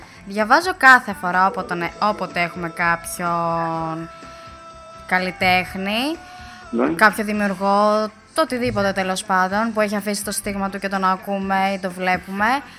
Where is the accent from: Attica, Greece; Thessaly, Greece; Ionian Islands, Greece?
Attica, Greece; Piraeus; Επίσης θα πω ότι μεγάλωσα στον Πειραιά, στην Αθήνα.